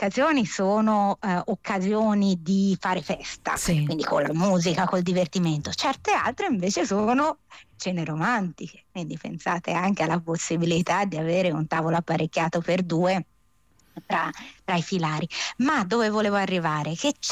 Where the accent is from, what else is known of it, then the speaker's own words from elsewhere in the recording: Tuscany, Italy; accent: Tuscan; Che io sono toscana, lo sentite